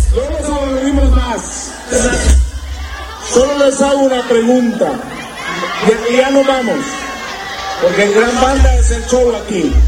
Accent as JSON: {"language": "Spanish", "town": "Siguatepeque", "region": "Comayagua", "country": "Honduras", "said": "todos los que somos de Siguatepeque."}